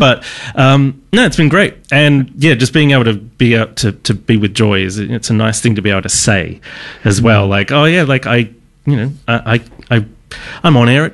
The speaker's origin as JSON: {"language": "English", "town": "Geelong", "region": "Victoria", "country": "Australia", "tie": "born or raised there", "lives_now": "Melbourne, Australia", "said": "I was I grew up in Geelong, but I was sort of newish to Melbourne"}